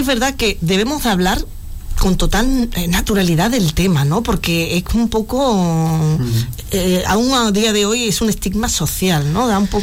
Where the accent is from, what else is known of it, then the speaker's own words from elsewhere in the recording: Arcos, Spain; Soy de Arcos, ¿no?